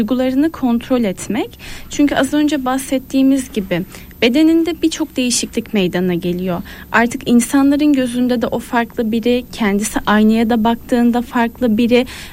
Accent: Mardin, Turkey; Mardinliyim, 4 kız kardeşiz. Ailenin ikinci çocuğuyum.

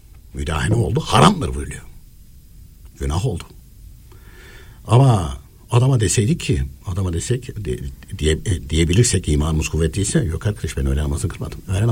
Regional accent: Anatolia, Turkey; born there; Şimdi Anadolu'da var hala öyle kuyular. Çünkü benim köyümde de vardı öyle kuyu.

